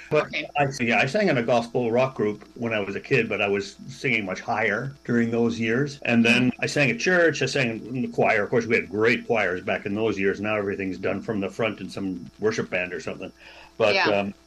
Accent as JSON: {"language": "English", "town": "Niagara-on-the-Lake", "region": "Ontario", "country": "Canada", "tie": "born or raised there", "also_born_or_lived": "Waterloo", "said": "when I grew up in Niagara on the Lake. My Mennonite background. My dad was a Mennonite minister"}